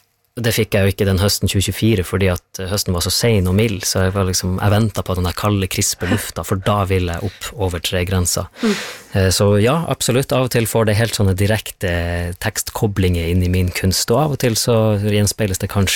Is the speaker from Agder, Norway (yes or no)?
no; Troms, Norway; jeg vokste opp innerst I Storfjorden, I bunnen av fjorden, en liten bygd som heter Otern, Tjavkos eller Saukonen. Alle bygden har som regel navn på tre språk. Mm. Det omgitt av temmelig høye fjell